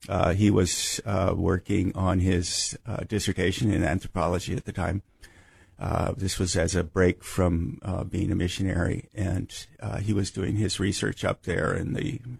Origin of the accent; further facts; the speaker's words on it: United States; also born or lived in Japan; It's different because I'm an American, and this is a very small city in the early 1960s. So the principal other foreigners into the city were my sisters.